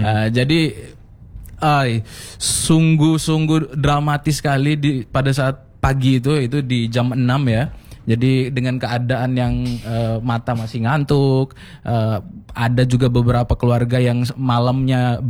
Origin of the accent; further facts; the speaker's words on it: East Nusa Tenggara, Indonesia; born there; moved away; Kalau untuk kampungku sendiri, Kelurahan Tanah Rata, Kecamatan Kota Komba, kita posisinya lumayan jauh dari bibir pantai. Jaraknya kurang lebih belasan meter, mungkin 11 sampai 12 meter seperti kilometer